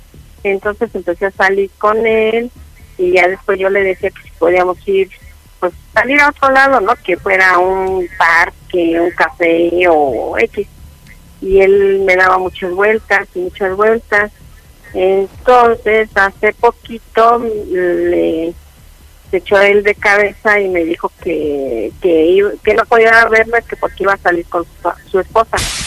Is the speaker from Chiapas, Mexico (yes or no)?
no; Azcapotzalco, Mexico City, Mexico; Tengo 56 años y vengo de aquí de Azcapotzalco.